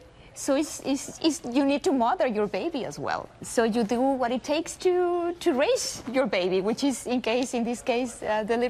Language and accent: English; Nuevo León, Mexico; It's a program with the government of the state of Nuevo León in my home country, which is Mexico.